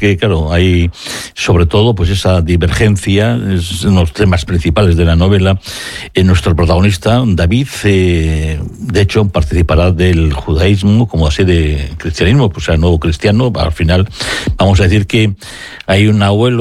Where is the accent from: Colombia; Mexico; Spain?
Spain; Basque Country; que nosotros que somos ahí de Urdaibai la tenemos ahí